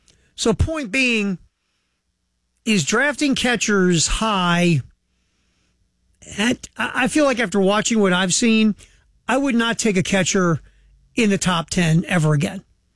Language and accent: English; Baltimore, Maryland, United States; I'm from Baltimore, obviously.